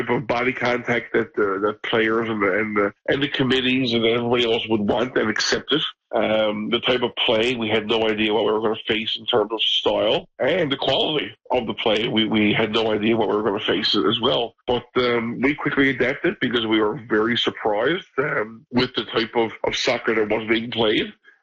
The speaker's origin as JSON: {"language": "English", "town": "St. John's", "region": "Newfoundland and Labrador", "country": "Canada", "tie": "born or raised there", "said": "I'm from St. John's. Born and raised St. John's, Newfoundland."}